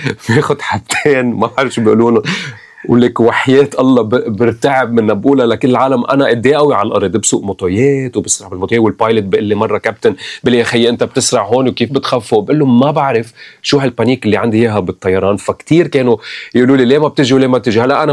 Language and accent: Arabic; Saudi Arabia; also born or lived in United Arab Emirates; وأنا ربيت بالسعودية والإمارات فتعلمت هذا أنا وصغير أنه عايش المشترك مع عالم، هو شو ما كان دينه ما عنا مشكلة.